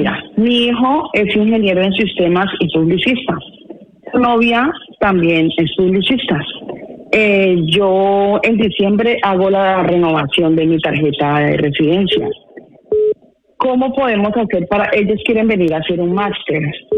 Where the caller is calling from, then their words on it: Valencia, Valencian Community, Spain; desde Valencia.